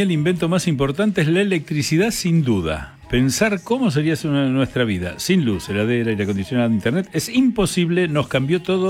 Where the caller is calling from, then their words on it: San Cristóbal, Argentina; de San Cristóbal desde el primer día